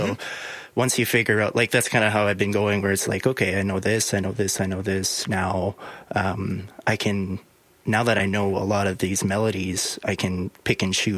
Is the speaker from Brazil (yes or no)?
no; Wabasca, Alberta, Canada; Yeah, so I grew up in Wabasca. It's about 3 hours north of Edmonton. A little small town, a little bit of municipality, a little bit of reserve.